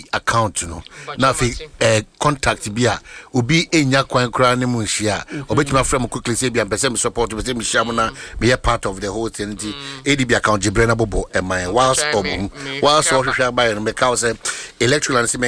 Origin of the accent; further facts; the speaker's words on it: Tarkwa, Western Region, Ghana; I grew up with them in Takwa. They are nice people. I nearly spoke their dialect, but they have my favorite Ghanaian delicacy called fumfum.